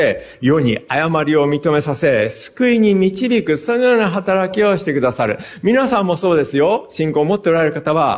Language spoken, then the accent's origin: Japanese; Hakusan, Ishikawa, Japan; 私は本当にこう、真っ当に生まれ育ってですね、まあ当時はですね、真っ当、今白山市になりましたけども、旧市街ですけれども、で、教会なんかはないですし、で、クリスチャンなんてのは見たこともないですし、で、全く普通の、こう、仏教の因習のある、そういった家庭に生まれ育ってですね